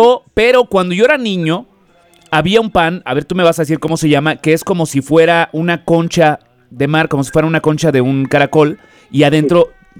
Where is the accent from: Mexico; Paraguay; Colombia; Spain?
Mexico; Mexico City; De aquí, de la Ciudad de México.